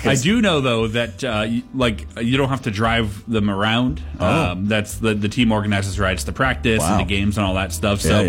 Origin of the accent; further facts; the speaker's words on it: Oshawa, Ontario, Canada; I think I know some families growing up in Oshawa.